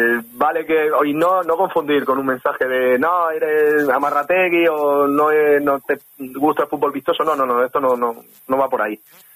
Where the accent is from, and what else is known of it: Talayuela, Extremadura, Spain; born or raised there